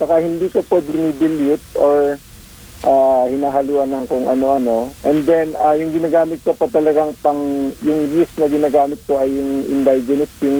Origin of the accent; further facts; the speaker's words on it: Hungduan, Cordillera Administrative Region, Philippines; umuwi ako sa amin sa Hungduan kasi originally po sa Hungduan ako.